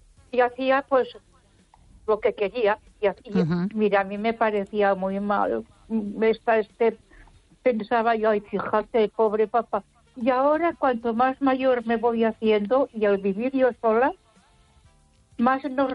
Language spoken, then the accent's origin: Spanish; Barcelona, Catalonia, Spain; Mira, yo me crié y viví hasta que me casé en la Avenida Gaudí, cerquita de la Sagrada Familia.